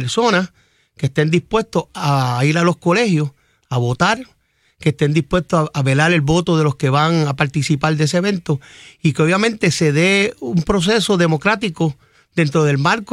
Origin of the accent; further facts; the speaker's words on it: Bayamón, Puerto Rico; que soy de Bayamón, nacido y criado toda mi vida